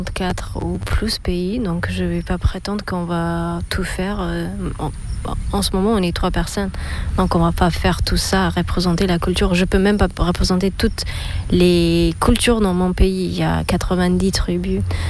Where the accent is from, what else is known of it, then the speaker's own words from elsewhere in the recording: Ethiopia; now in Auroville, India; moi, je suis d'Éthiopie et pas de la Kenya ou le Togo